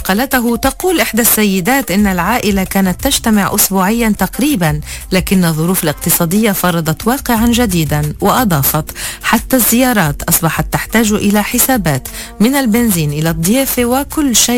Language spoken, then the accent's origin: Arabic; Lebanon; نحن كلنا لبنانية